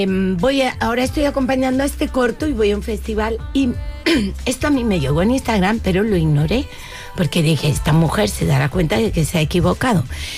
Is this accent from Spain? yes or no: yes; Canary Islands, Spain; yo soy canaria.